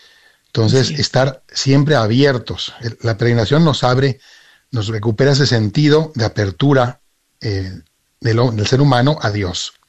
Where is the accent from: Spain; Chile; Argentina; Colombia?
Spain; now in Mérida, Mexico; Yo soy español, aunque vivo aquí en México.